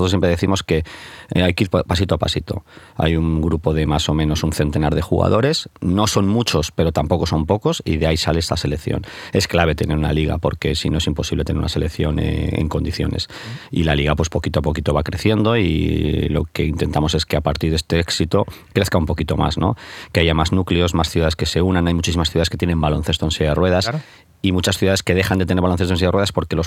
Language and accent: Spanish; Valladolid, Castile and León, Spain